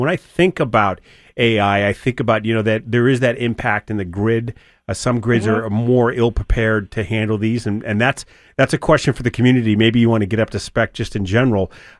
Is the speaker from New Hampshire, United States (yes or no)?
yes; Rochester, New Hampshire, United States; Rochester, my hometown